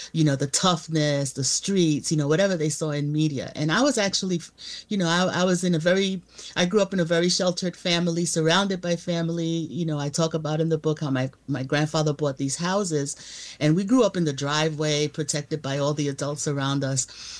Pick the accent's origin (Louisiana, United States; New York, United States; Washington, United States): New York, United States; New York City; we grew up in the Bronx